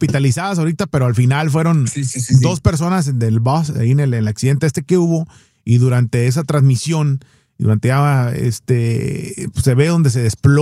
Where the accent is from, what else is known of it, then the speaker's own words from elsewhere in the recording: Sinaloa, Mexico; accent: Sinaloan; now in United States; Por mis raíces, por mi español, por mi acento, por mi comida.